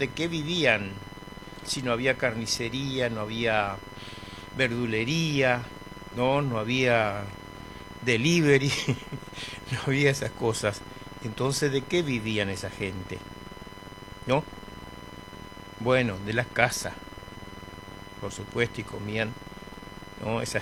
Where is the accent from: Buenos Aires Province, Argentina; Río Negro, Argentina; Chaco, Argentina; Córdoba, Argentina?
Chaco, Argentina; Presidencia de la Plaza; moved away; Voy a saludar a mi gente del Chaco, a todos mis parientes de Presidencia de la Plaza, mi pueblo Chaco. Ese lugar que, un lugar que siempre se extraña. Siempre se extraña a pesar del alejamiento de muchos años